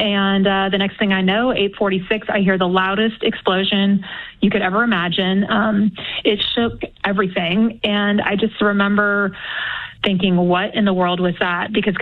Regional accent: Texas, United States; So I'm from Texas.

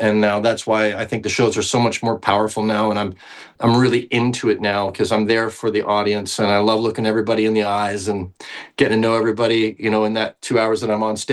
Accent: Salt Springs, Nova Scotia, Canada; also born or lived in Mississauga / Toronto; I was born in Mississauga, but I grew up in a place called Salt Springs, Nova Scotia.

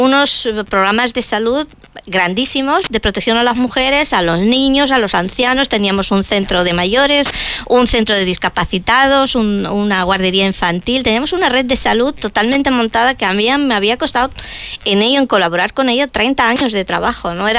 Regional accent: Spain; Además, yo soy también española.

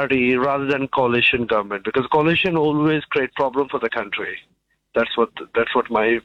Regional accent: Punjab, India; English is a second language; moved away; And I'm from born and brought up in Punjab.

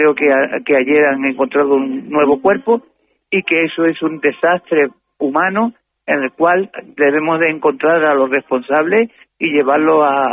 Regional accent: Ceuta, Spain; Todos somos ceutíes

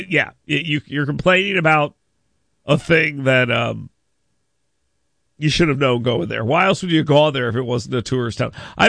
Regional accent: Florida, United States; now in Birmingham, United States; when I was growing up in Florida

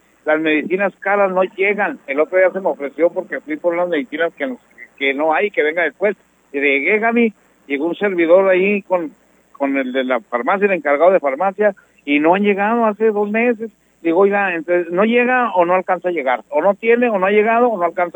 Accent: Mexico; Porque habiendo intermediarios, somos mexicanos, Gaby.

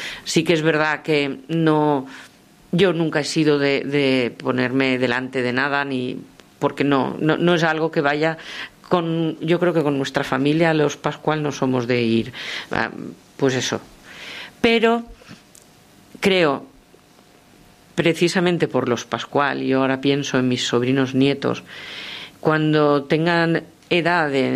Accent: Valencia, Valencian Community, Spain; first language Spanish; Ya te digo que yo soy castellano parlante, aunque soy de Valencia, de la Comunidad Valenciana.

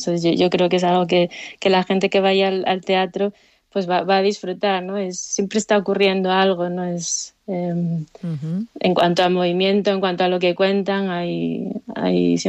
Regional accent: Gijón, Asturias, Spain; now in Madrid, Spain; yo soy asturiana y era un interés muy grande el poder pues que se viera nuestro trabajo allí en el lugar que a mí también me ha visto crecer

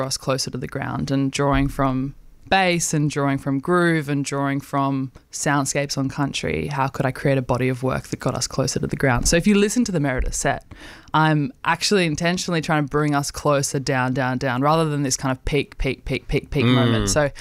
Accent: Alice Springs, Northern Territory, Australia; I grew up on Ardenna country in Alice Springs, and my family were heavily intertwined with CARMA, the Central Australian Aboriginal Media Association.

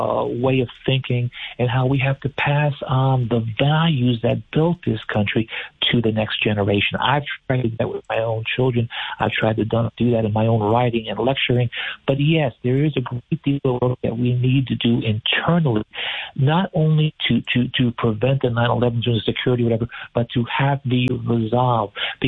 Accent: New York, United States; He's sort of anathema to many of the beliefs that I have, both as a New Yorker and as an American.

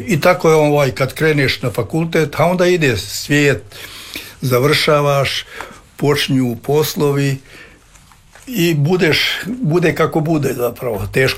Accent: Livno, Federation of Bosnia and Herzegovina, Bosnia & Herzegovina; also born or lived in Varaždin; now in Zagreb, Croatia

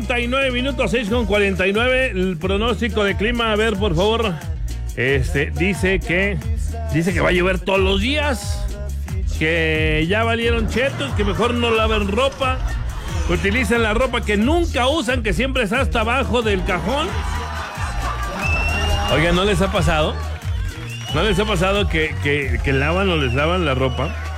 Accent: Durango, Mexico; Soy duranguense, aquí nomás en la mejor 92.7.

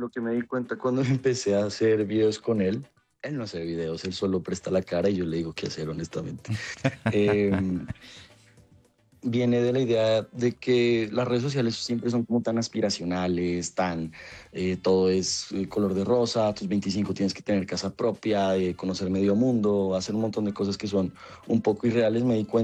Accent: Colombia; hola, soy de Colombia, esto es lo que traigo, este es el lugar de donde vengo, así somos.

